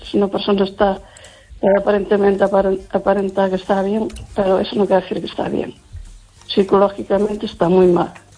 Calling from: Lugo, Galicia, Spain

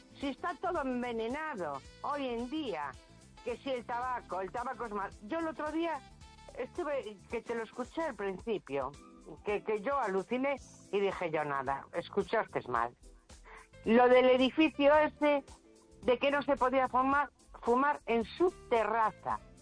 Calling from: A Coruña, Galicia, Spain; De Coruña.

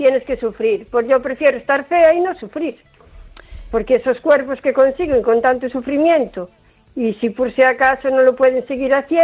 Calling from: O Carballiño, Galicia, Spain; la de Carballiño.

